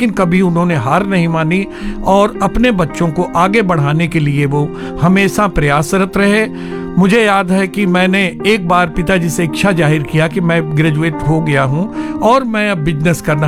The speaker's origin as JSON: {"language": "Hindi", "town": "Amethi", "region": "Uttar Pradesh", "country": "India", "tie": "born or raised there", "also_born_or_lived": "Gonda", "moved": "as an adult", "said": "मैं बेसिकली अमेठी का रहने वाला हूँ और वहीं से लगभग मेरी पूरी शिक्षा high school inter BA MA BEd MEd सारी शिक्षा मेरी वहीं अमेठी से ही मेरी पूर्ण हुई है"}